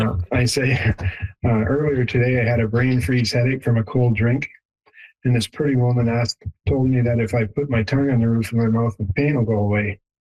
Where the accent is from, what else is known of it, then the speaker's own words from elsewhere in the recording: Windsor, Ontario, Canada; I'm originally a Southern Ontario boy, so I like to go back to Windsor, which is my hometown. I've got family in London, in Ottawa, and Toronto.